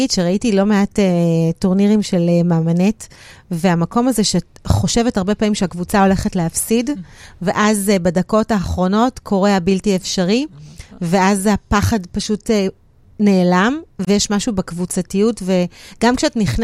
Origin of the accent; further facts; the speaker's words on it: Jerusalem, Jerusalem District, Israel; אני שרופה, אני ירושלמית